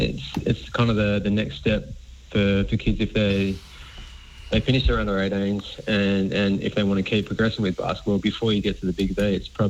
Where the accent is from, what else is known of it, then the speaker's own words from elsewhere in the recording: Hamilton, Victoria, Australia; Growing up in Hamilton, there's not a great deal in the way of options.